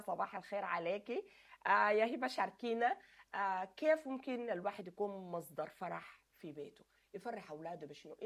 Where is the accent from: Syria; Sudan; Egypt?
Sudan; نحن كسودانيين عندنا نظام الأسرة الممتدة